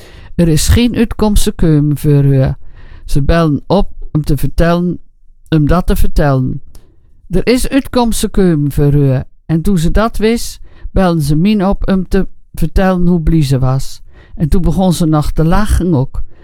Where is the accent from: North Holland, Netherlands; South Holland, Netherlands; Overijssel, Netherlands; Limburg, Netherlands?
Overijssel, Netherlands; Zwolle; born there; Nee, mijn eerste nacht was in Overijssel. Ik ben in Zwolle geboren.